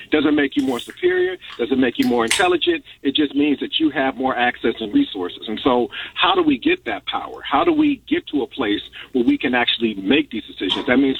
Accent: United States

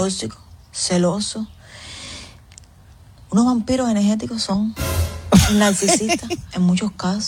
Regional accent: Cuba; Yo soy cubana y todas mis relaciones han sido con mi tierra, con cubanos.

